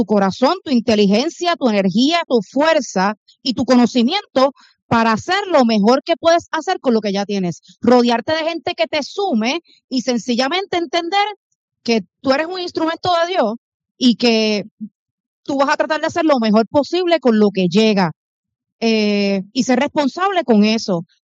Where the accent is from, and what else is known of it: Puerto Rico